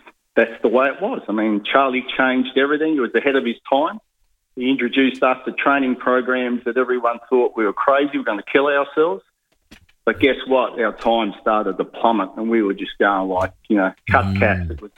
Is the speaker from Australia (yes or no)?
yes; Port Adelaide, South Australia, Australia; So always been a Port Adelaide boy. Went to Penticton Primary School, then to Croydon High School.